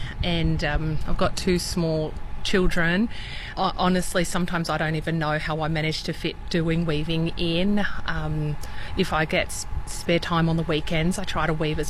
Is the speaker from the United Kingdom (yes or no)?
no; Taree, New South Wales, Australia; And my mum's family originally from out at Foster, and I wasn't raised out there. I grew up here in Taree, so it was fantastic to connect with a community that I do belong to and that my family have been from.